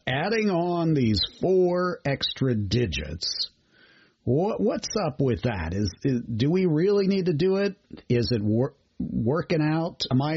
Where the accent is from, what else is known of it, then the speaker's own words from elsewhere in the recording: Cincinnati, Ohio, United States; I'm old enough to remember those, and I grew up in Cincinnati